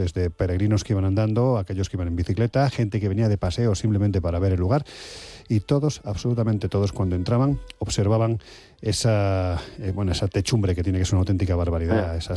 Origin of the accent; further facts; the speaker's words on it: Andalusia, Spain; yo como soy exagerado, soy andaluz